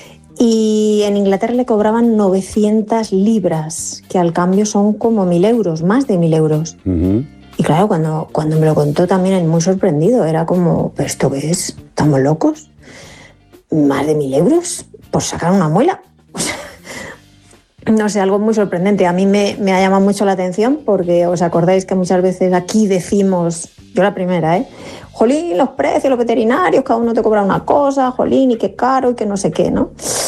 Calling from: Cercedilla, Community of Madrid, Spain; Buenas tardes … de Cercedilla, Madrid.

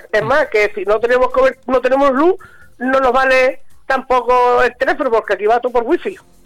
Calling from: Spain; aquí estamos en la pedanía de Medina, a los Guadalejos.

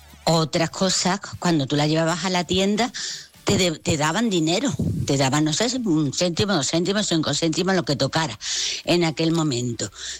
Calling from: Seville, Andalusia, Spain; de Sevilla.

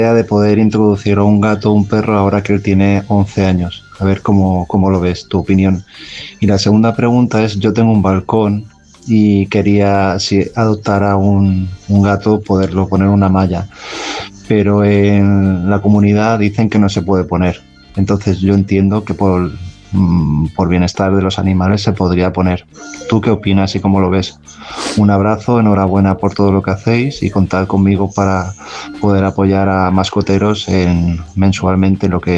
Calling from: Palma, Balearic Islands, Spain; de Palma de Mallorca.

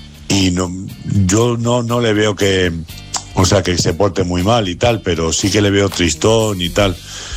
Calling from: Madrid, Community of Madrid, Spain; de Vallecas.

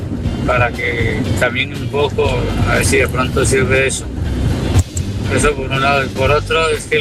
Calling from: Barcelona, Catalonia, Spain; de Barcelona.

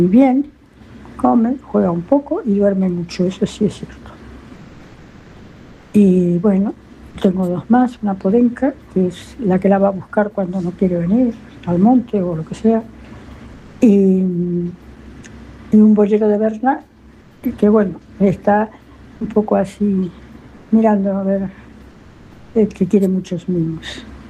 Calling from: Galicia, Spain; de Galicia

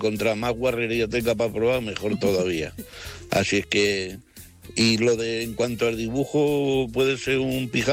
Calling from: Madrid, Community of Madrid, Spain; de Madrid.

